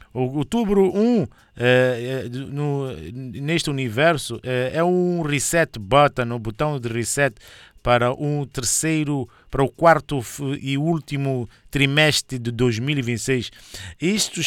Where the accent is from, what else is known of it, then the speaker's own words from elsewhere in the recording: Bahia, Brazil; Peça a música da Bahia, eu sou da Bahia